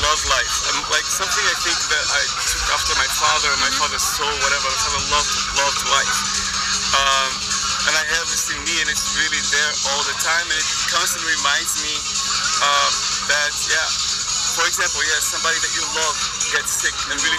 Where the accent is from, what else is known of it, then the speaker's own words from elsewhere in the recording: Brazil; I grew up really poor in Brazil.